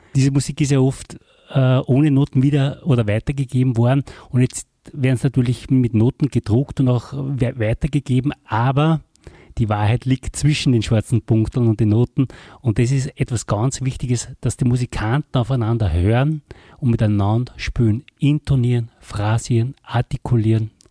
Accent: Retz, Lower Austria, Austria; Ich bin ja selbst aus Retz, da gibt es kein Echo.

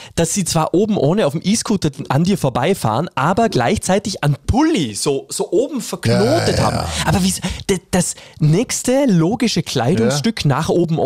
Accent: Vorarlberg, Austria; Wir sind ja keine Wiener, oder? Nee, ja, das ist wurscht. Wir sind Vorarlberger, wir sind ja keine Wiener

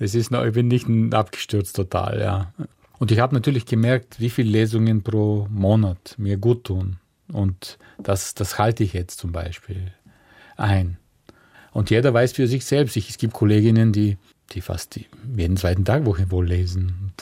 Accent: Thrace, Bulgaria; Naja, ich bin ein Kind des Südens, also in Thrakien. Das liegt zwischen den Rhodopengebirge und Balkangebirge.

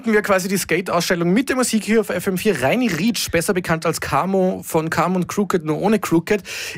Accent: Salzburg, Austria; was ist mit Salzburg, muss ich als Salzburger da jetzt fragen.

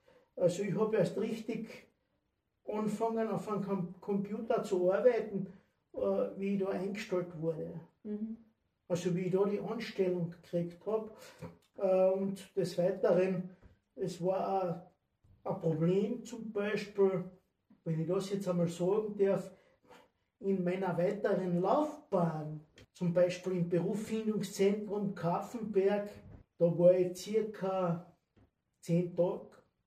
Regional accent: Austria; born there; gebürtiger Österreicher. Ich bin geboren 1976

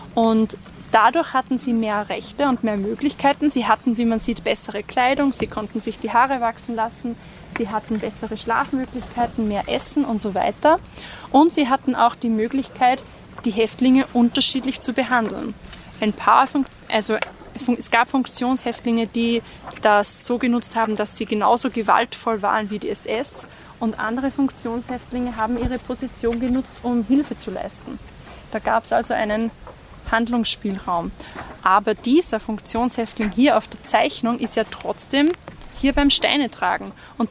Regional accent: Mauthausen, Upper Austria, Austria; Ich bin in Mauthausen geboren und aufgewachsen. Ich bin dort zur Schule gegangen

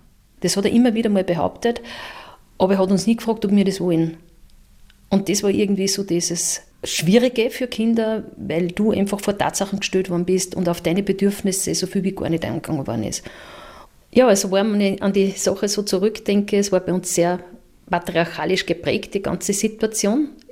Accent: Upper Austria, Austria; in diesem Umfeld bin ich irgendwo groß geworden, die Nachbarn waren alle Landwirte. Also ich bin auch mitten in der Natur aufgewachsen mit Kühe, Schweinerl.

